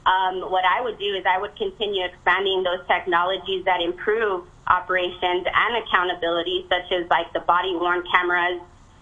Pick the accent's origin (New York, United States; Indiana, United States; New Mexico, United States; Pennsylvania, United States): New Mexico, United States; Doña Ana; I grew up here in Doñana. This is my home, and I really care deeply about where we are headed.